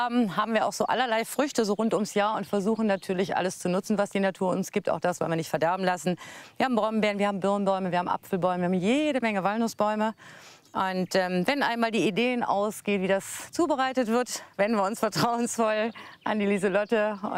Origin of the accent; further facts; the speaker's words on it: Emminghausen, Germany; Ich bin hier in Emminghausen aufgewachsen